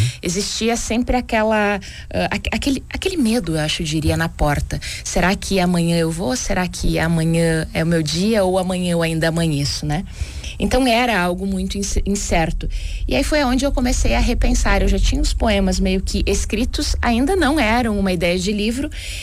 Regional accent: Porto Vera Cruz, Rio Grande do Sul, Brazil; also born or lived in Nova Araçá; now in Garibaldi, Brazil; A minha cidade natal é Porto Vera Cruz, lá na fronteira do estado, mas morei quase 20 anos na região da Serra já.

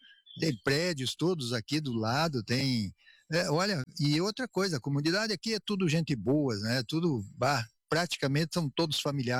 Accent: Soledade, Rio Grande do Sul, Brazil; Eu sou natural de Soledade, sim. Cria de Soledade. Minha mãe é de Soledade, o meu pai também é de Soledade. Então, nós somos cria de Soledade.

